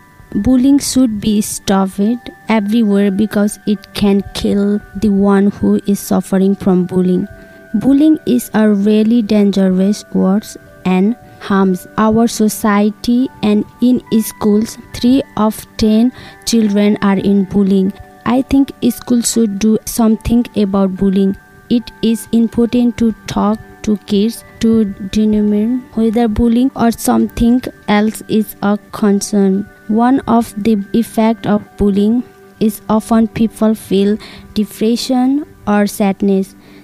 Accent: Nepal; English is a second language; I'm from Nepal.

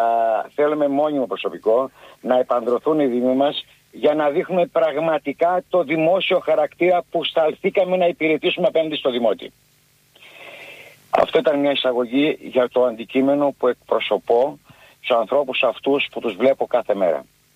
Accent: Skalochori, North Aegean, Greece; εδώ στο νησί μου κινητούς καυστήρες? Πώς το κάνετε αυτό? Φανταστείτε, κατάγομαι από ένα χωριό που λέγεται Σκαλοχώρη.

